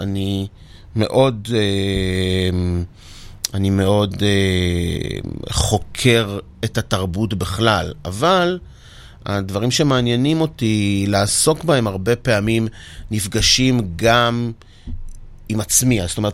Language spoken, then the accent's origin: Hebrew; Azor, Central District, Israel; אני גדלתי באזור, זה מקום מאוד מאוד קטן, אבל היו הכל, היו הונגרים והיו רוסים והיו תימנים והיו ואני הייתי חצי מצרי וחצי פולני.